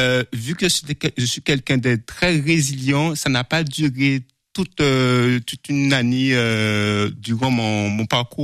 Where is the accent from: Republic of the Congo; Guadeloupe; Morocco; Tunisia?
Guadeloupe; born there; Je suis né en Guadeloupe.